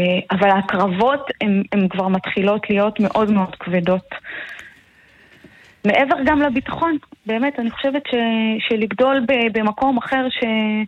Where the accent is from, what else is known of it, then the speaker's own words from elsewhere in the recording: Shomera, Northern District, Israel; אני גדלתי בשומרה על הגבול.